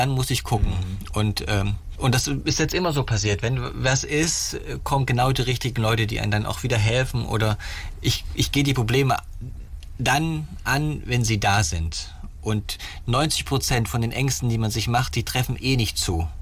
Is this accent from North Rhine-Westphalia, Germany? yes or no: yes; North Rhine-Westphalia, Germany; so dass ich Oktober wieder in meiner alten Heimat bin, im Münsterland.